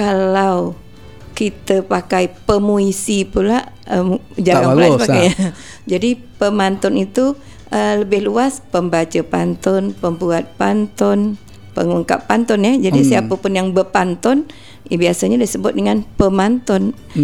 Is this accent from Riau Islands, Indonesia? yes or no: yes; Riau Islands, Indonesia; daerah kita Melayu yang Kepulauan Riau